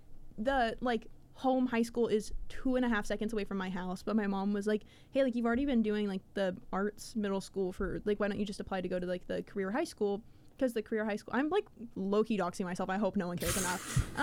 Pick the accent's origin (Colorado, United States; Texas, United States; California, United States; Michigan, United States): Texas, United States; Grand Prairie; I come from a like very Mexican little town, and it's slowly over the years not become so little.